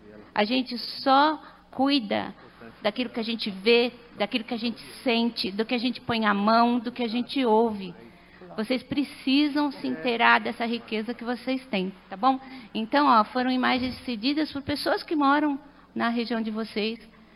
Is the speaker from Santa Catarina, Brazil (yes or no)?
no; São Roque, São Paulo, Brazil; Eu sou de São Roque, eu não conheço vocês. Eu sou de outra subbacia.